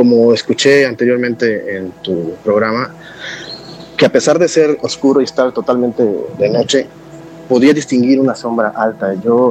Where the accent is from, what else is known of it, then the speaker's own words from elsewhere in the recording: Veracruz, Mexico; Hola, Gina y Nacho. … soy de Veracruz.